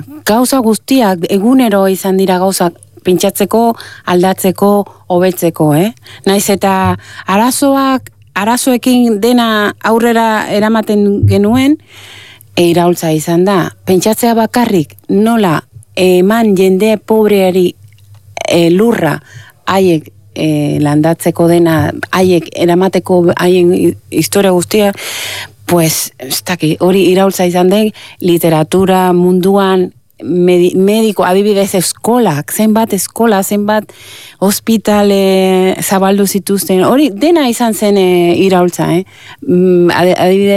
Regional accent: Manzanillo, Granma, Cuba; Basque is a second language; moved away as an adult; also born or lived in Havana; now in Basque Country, Spain; ni jaio nintzen Manzanillo 1971

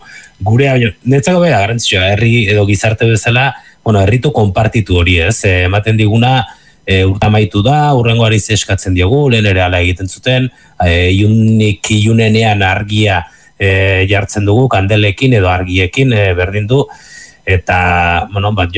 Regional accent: Basque Country, Spain; moved away; gure kasuan Goierri aldean ni nerabean intzenean

